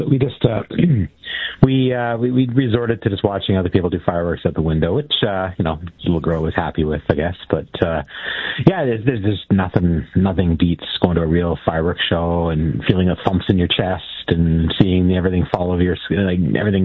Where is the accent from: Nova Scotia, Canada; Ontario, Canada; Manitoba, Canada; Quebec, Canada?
Ontario, Canada; Brampton; You know, when I was a kid, you know, I grew up in Brampton, sorry.